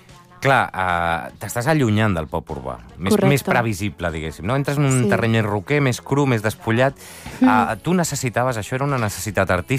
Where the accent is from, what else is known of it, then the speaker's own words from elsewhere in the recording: Sant Cugat del Vallès, Catalonia, Spain; jo és que sóc de Sant Cugat